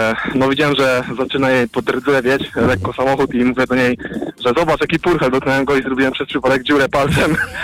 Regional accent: Toruń, Kuyavian-Pomeranian Voivodeship, Poland; Z Torunia.

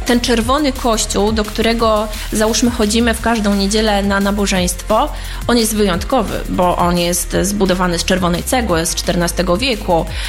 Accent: Iława, Warmian-Masurian Voivodeship, Poland; jestem rodowitą Iławianką

